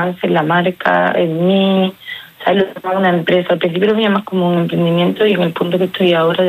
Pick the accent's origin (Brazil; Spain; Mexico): Spain; Pozoblanco, Andalusia; en mi ciudad, en mi pueblo